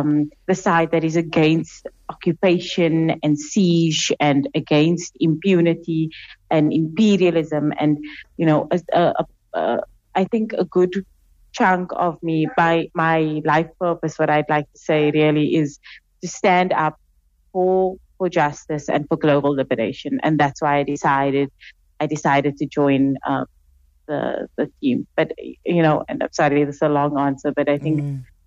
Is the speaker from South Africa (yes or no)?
yes; South Africa; born there; as a born free South African